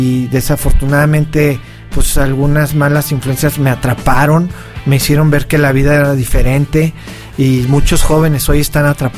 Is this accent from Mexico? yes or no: yes; Mexico; somos una gran raza, somos mexicanos